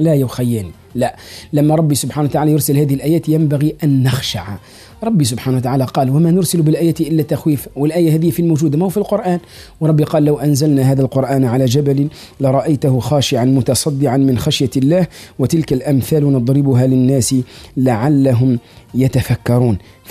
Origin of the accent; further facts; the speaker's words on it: Tunisia; نحن حتى في تونسنا الطيبة المباركة